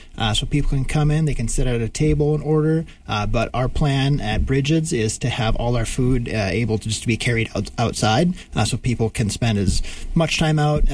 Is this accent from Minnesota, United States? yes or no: yes; Bemidji, Minnesota, United States; I grew up in Bemidji. I can tell you exactly where on Highway 2, you know, we would pick up KBXC when I was 9-10 years old. Grew up going to the Science Center.